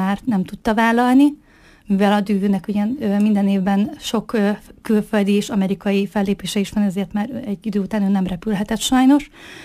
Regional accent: Egyházasgerge, Nógrád, Hungary; Egy nógrádi kis faluból származom, Karancsvölgyében helyezkedik el Egyházasgerge

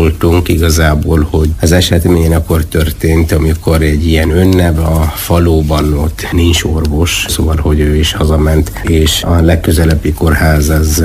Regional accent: Yemen; Hungarian is a second language; moved away as an adult; now in Hungary; Jemenben egy kis faluban nevelkedtem. Ilyen 120 km a Jemen második legnagyobb városától fekszik. Ott szereztem meg az általános iskolai végzettségem.

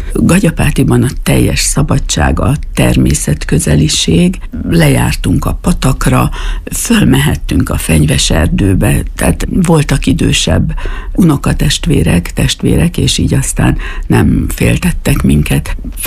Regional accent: Miskolc, Borsod-Abaúj-Zemplén, Hungary; also born or lived in Hajdúszoboszló; mert Szirmán laktunk, úgyhogy én ilyen hűséges típus vagyok, mert Szirmán nőttem föl, a Szirmai Általános Iskolába jártam 8 évig

